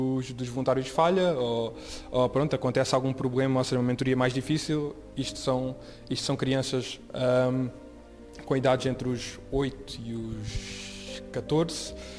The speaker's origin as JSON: {"language": "Portuguese", "region": "Algarve", "country": "Portugal", "moved": "yes", "lives_now": "Lisbon, Portugal", "said": "não sou de cá, sou do Algarve"}